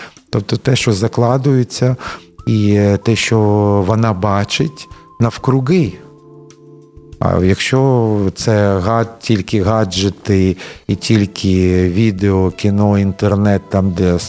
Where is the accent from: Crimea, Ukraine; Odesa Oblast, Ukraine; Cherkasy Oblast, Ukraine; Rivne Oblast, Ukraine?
Odesa Oblast, Ukraine; Odesa; багатонаціональну мою рідну Одесу, в якій вже шосте покоління мешкає моїх ancestors, тобто там дуже-дуже вже це давно